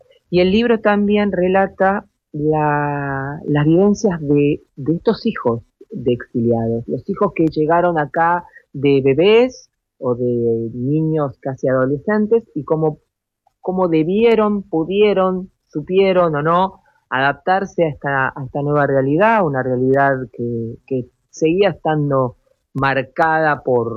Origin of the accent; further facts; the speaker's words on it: Argentina; soy argentina.